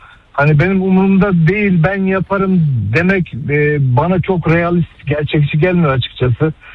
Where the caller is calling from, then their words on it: Istanbul, Turkey; İstanbul'dan arıyorum.